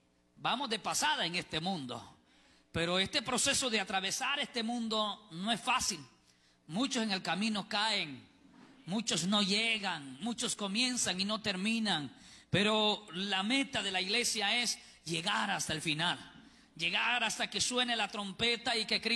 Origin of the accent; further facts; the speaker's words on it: El Salvador; Todos nosotros somos salvadoreños